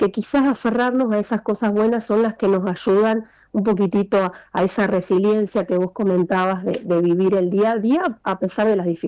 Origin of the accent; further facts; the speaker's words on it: San Nicolás de los Arroyos, Buenos Aires Province, Argentina; yo soy de San Nicolás, provincia de Buenos Aires